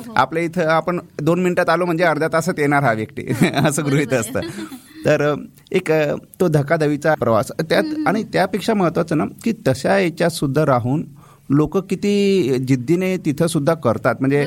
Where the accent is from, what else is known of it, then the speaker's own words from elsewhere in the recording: Jalgaon, Maharashtra, India; माझं बालपण इथं जळगावमध्ये झालेलं आहे.